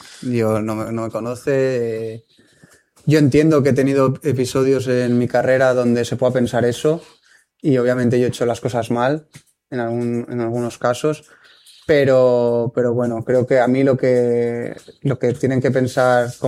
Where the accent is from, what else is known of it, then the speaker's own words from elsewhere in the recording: Barcelona, Catalonia, Spain; now in Valencia, Spain; yo soy de Barcelona, que está cerquita.